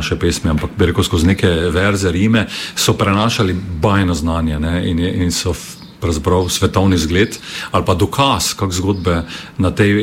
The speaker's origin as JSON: {"language": "Slovenian", "region": "Styria", "country": "Slovenia", "tie": "born there", "said": "na to našo štajersko, bi rekel, pripadnost naši državi"}